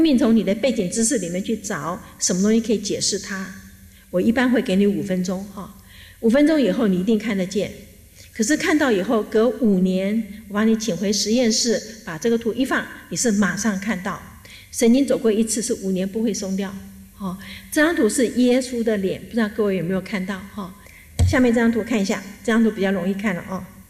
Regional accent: China; 因为对我们中国人来讲，四声是语音在左脑

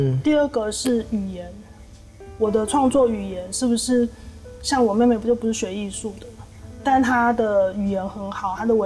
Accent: Taipei, Taiwan; 我是个台北人，但我其实没有那么了解台北。

